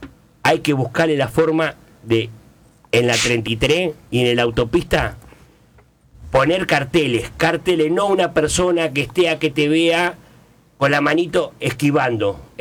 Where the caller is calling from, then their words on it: Argentina; Como todo argentino, no hacemos caso.